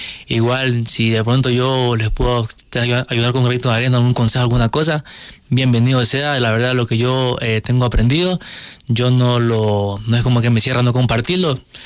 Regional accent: Ecuador

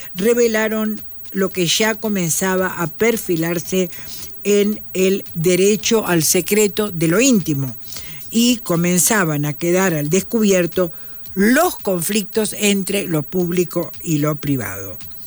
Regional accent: Uruguay; personajes políticos de mucho peso en mi país

